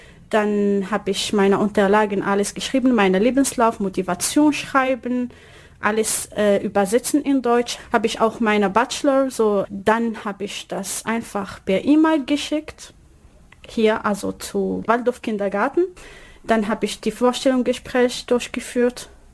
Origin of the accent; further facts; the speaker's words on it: Morocco; German is a second language; moved away as an adult; now in Mannheim, Germany; ich komme aus Marokko.